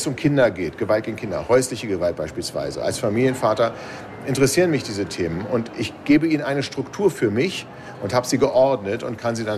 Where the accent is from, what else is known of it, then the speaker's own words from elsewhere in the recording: Berlin, Germany; ich komme aus Berlin, Großstadt, 4 Millionen Menschen